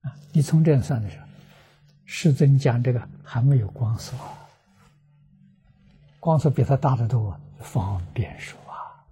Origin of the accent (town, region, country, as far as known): China